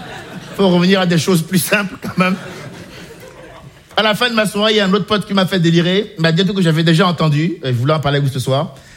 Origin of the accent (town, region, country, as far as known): Benin; born or raised there